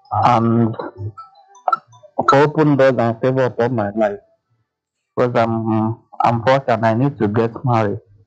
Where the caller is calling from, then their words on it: Lagos, Nigeria; I'm calling from Lagos.